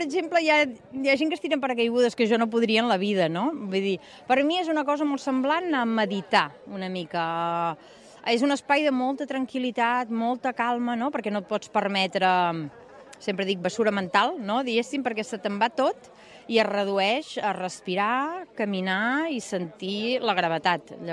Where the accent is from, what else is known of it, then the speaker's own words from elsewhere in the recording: Girona, Catalonia, Spain; also born or lived in Terrassa; de Girona. Sí, sí, jo estic allà vivint i nascuda, bueno, nascuda a Terrassa, però viscuda a Girona molt de temps, i d'allà, però després hem passat per molts i molts llocs.